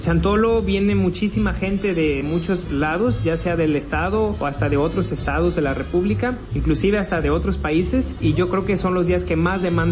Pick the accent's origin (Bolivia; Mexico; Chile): Mexico; Huejutla de Reyes, Hidalgo; soy originario de Huejutla de Reyes, Hidalgo.